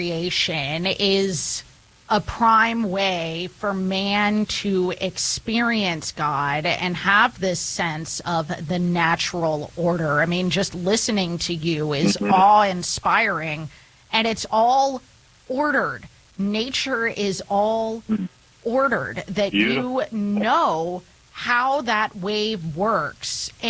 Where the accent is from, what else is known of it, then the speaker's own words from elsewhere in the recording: Midwest, United States; I grew up in the Midwest.